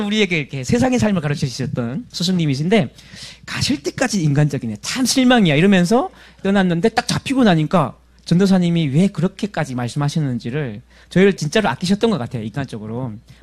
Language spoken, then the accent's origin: Korean; North Korea; moved away; 저는 98년에 처음으로 탈북했기 때문에 5년 만에 이제 고향 땅을 밟는 거였거든요.